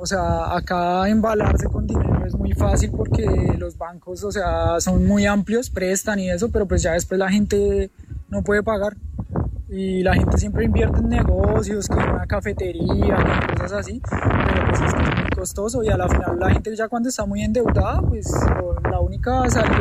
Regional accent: Colombia; now in South Korea; Pa, Corea del Sur, yo soy del Colombia

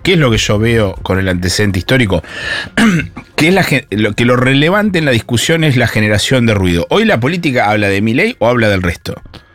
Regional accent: Quilmes, Buenos Aires Province, Argentina; yo soy de Quilmes, no conozco esa zona.

